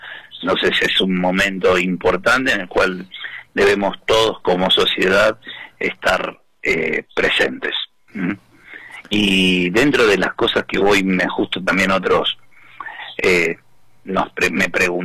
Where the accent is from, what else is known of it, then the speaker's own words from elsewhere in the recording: Argentina; nos debemos como argentinos